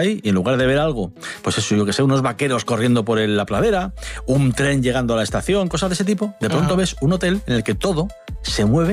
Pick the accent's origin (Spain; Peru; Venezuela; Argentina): Spain; Es que siempre estamos igual los españoles.